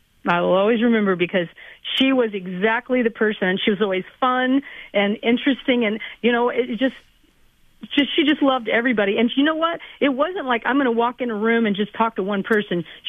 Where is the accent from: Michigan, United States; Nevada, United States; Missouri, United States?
Missouri, United States; Greentop; I'm from Greentop, Missouri